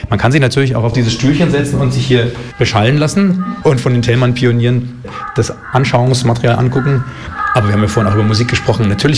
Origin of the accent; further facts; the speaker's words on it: Nuremberg, Bavaria, Germany; Ich komme aus Nürnberg, da gab es in meiner Zeit, als ich Teenager war, Polizeieinsatz der bayerischen Polizei